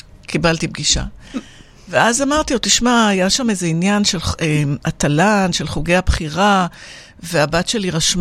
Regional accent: Tel Aviv, Tel Aviv District, Israel; also born or lived in Hong Kong; אני תל אביבית. גדלתי רוב חיי בתל אביב. חייתי בחול כמה סבבים. חייתי, הסבב האחרון היה 6 שנים בהונג קונג.

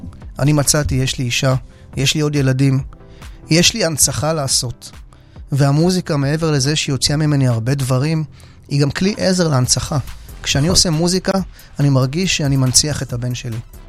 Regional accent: Central Israel, Israel; אני גדלתי פה לא רחוק דרך אגב, יותר המרכז.

